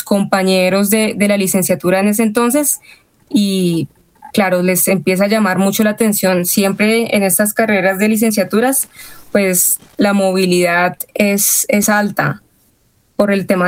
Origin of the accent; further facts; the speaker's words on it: Colombia; uno pues se va con sus costumbres arraigadas colombianas